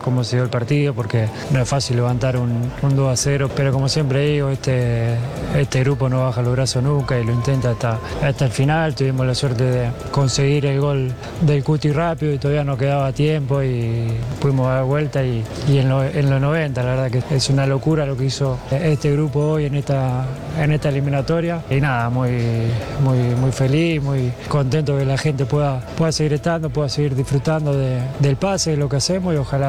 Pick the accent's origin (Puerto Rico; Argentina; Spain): Argentina